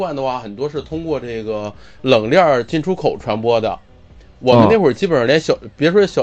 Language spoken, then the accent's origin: Chinese; Hebei, China; moved away as an adult; now in Hainan, China; 因为像我是河北的嘛，